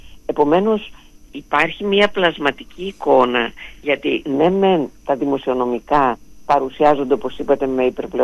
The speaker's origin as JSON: {"language": "Greek", "town": "Kozani", "region": "Western Macedonia", "country": "Greece", "said": "Εγώ, όπως ξέρετε, κατάγομαι από την Μακεδονία, από την Κοζάνη."}